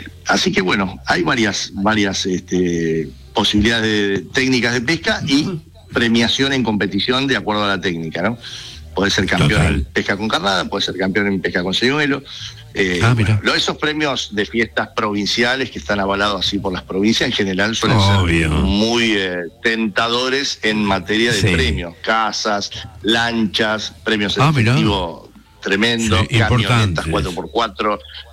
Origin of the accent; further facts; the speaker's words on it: Argentina; Hola, soy de Argentina